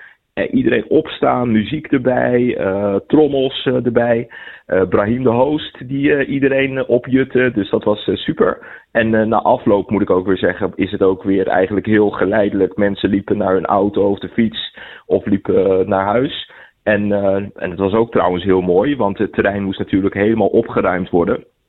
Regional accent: Leiden, South Holland, Netherlands; Ik ben ook gewoon een Leidenaar.

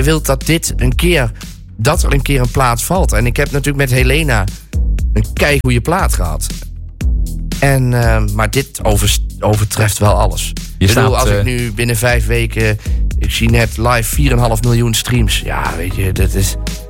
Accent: Gelderland, Netherlands; want we komen alle twee uit de Betuwe

